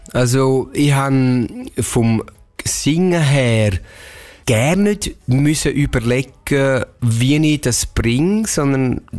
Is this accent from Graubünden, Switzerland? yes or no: no; St. Gallen, Switzerland; accent: St. Gallen Rheintal dialect; Ich bin auf dem Land aufgewachsen, oder? In der Ostschweiz, im St. Galler Rintel. Und von dort kommt der Dialekt und es ist ein brutaler Rauchen Dialekt.